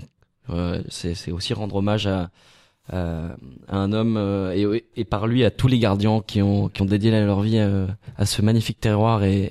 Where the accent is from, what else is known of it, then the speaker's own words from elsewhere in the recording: Switzerland; moved away; on a grandi en Suisse, avec mes frères